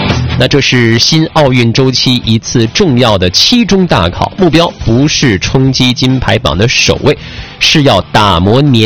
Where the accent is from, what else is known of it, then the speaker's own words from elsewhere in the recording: China; 对于我们中国人来说，